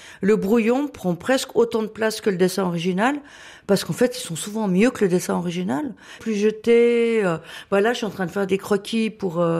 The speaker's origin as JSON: {"language": "French", "region": "Valais", "country": "Switzerland", "said": "Je viens du Valais."}